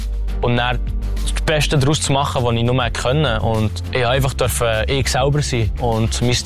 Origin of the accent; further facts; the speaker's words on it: Switzerland; ich bin in Zindelmann aufgewachsen